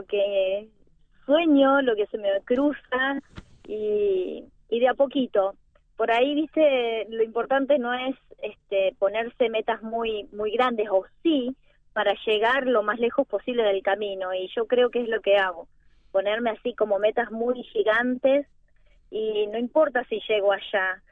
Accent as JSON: {"language": "Spanish", "town": "Rosario", "region": "Santa Fe", "country": "Argentina", "tie": "born or raised there", "said": "mi ciudad natal es Rosario."}